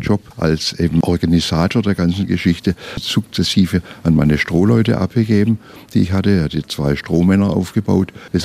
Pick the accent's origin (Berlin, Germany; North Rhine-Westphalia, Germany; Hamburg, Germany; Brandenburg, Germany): Berlin, Germany; Also ich bin Berliner, also ich gehöre nach Be